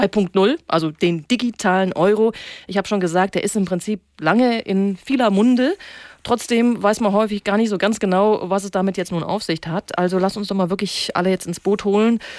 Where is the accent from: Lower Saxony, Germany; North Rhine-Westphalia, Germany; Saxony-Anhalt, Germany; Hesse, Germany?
Hesse, Germany; Frankfurt; ich komme ja aus Frankfurt